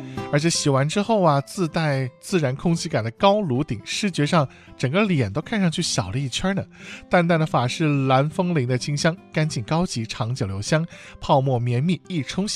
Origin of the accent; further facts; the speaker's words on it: Xinjiang, China; moved away; 我的家乡新疆